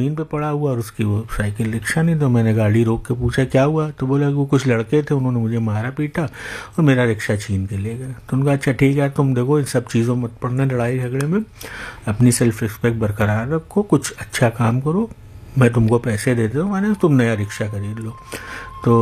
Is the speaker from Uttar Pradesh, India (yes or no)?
yes; Lucknow, Uttar Pradesh, India